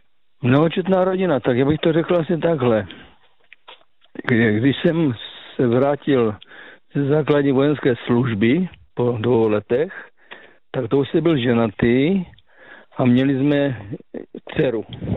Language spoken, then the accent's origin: Czech; Moravian Slovakia, Czechia; moved away; já pocházím z Moravského Slovácka a tam jsme vlastně byli tři generace, babičky, rodiče a my kluci jako, takže tam to bylo taky takové, no tak to bylo takové, jak se říká, dědina, tam znal každý každého